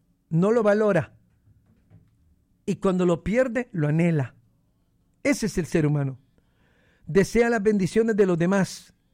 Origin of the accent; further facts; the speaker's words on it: Honduras; accent: Honduran; Es que yo soy catracho. Y los catrachos tenemos nuestras propias palabras. No te puedo venir a hablar ni como colombiano, ni como ecuatoriano, ni como boricua, porque soy hondureño. Y hablo como hondureño.